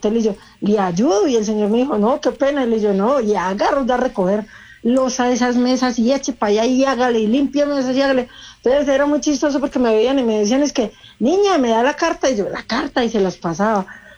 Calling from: Manizales, Caldas, Colombia; Yo soy de Manizales, Caldas.

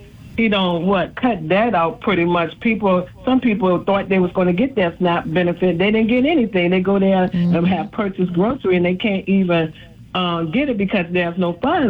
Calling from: Virginia, United States; I'm from Virginia

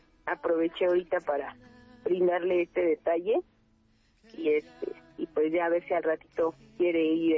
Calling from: Mexico City, Mexico; Yo estoy aquí cerca de Metro Viveros.

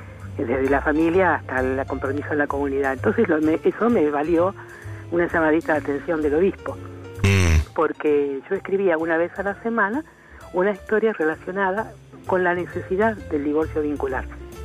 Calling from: Chascomús, Buenos Aires Province, Argentina; de Chascomús.

